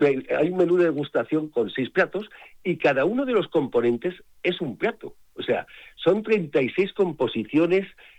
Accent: Málaga, Andalusia, Spain; yo diría marbellí esteponero, que por eso soy un malagueño

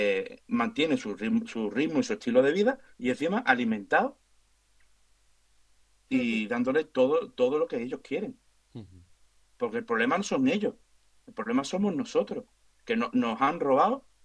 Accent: Ceuta, Spain

